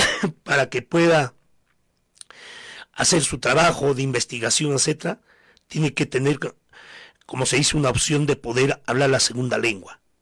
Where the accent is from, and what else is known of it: Ayacucho, Peru